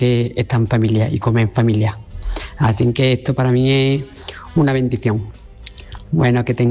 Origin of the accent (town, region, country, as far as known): Ronda, Andalusia, Spain